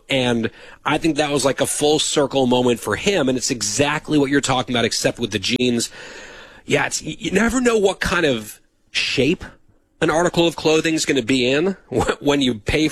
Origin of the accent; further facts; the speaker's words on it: New Jersey, United States; Listening there in my home state of New Jersey